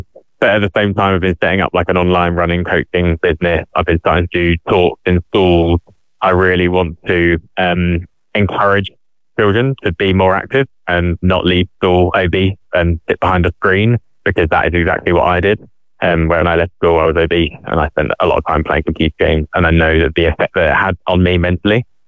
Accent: United Kingdom; a lot of the ultra marathons that I've been running have been in the UK and have been my hometown where I grew up

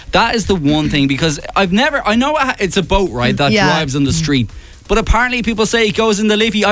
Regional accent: Dublin, Leinster, Ireland; even as a dub

